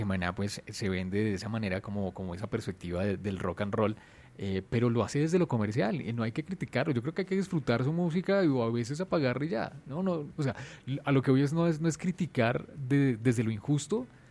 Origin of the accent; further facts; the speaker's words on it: Bogotá, Colombia; como bogotano, yo lo siento muy propio.